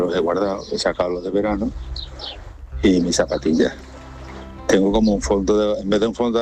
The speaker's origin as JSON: {"language": "Spanish", "town": "Córdoba", "region": "Andalusia", "country": "Spain", "said": "Buenos días, de Canal Sur … de Córdoba."}